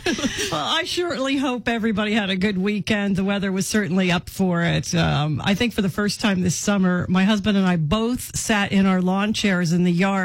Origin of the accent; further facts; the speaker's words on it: Loganton, Pennsylvania, United States; born there; moved away; also born or lived in New Jersey; I grew up in Loganton. Part of my life, I grew up in Loganton, New Jersey before that. But Loganton is super beautiful. It's really kind of isolated because the mountains come up on, you know, all along.